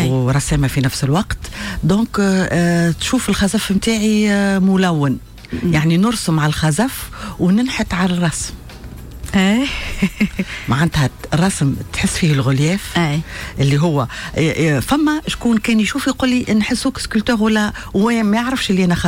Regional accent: Tataouine Governorate, Tunisia; انا من الجنوب مثلا انا من اصول من تطاوين ونعشق البحر ونعشق المدينه نتاع تونس ونحب الشمال

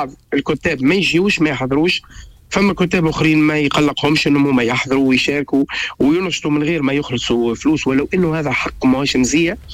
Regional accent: Tunisia; accent: Tunisian; كما نقولوا في لهجتنا التونسية

